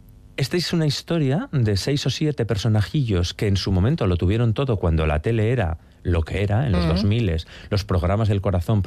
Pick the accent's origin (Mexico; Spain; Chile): Spain; now in Madrid, Spain; soy madrileño de adopción, pero de Trucillos de corazón. Pero de Trucillos.